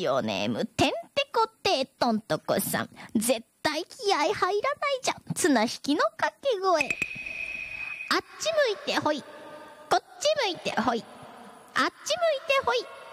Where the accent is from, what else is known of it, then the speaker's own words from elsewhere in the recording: Miyazaki, Japan; 私もね、宮崎県出身じゃか、一緒に連れてってっつったっちゃけど